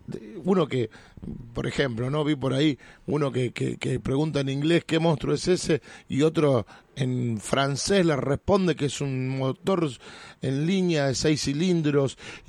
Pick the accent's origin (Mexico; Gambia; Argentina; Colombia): Argentina; Venado Tuerto, Santa Fe; Está bien, yo también soy de Venado, Rempimporoteo. Los dos somos de Venado.